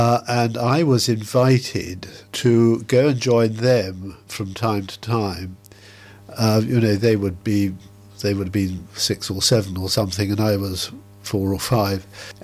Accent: Oakley, South East England, United Kingdom; growing up in Oakley

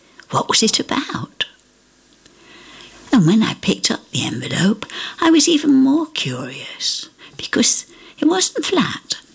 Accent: Foulridge, North West England, United Kingdom; also born or lived in Skipton; I was born in Skipton, my father's hometown. But as my father was away in India when I made my appearance in this world, my mum and I, well, we lived with her parents just over the Lancashire border in a little village called Foulridge.

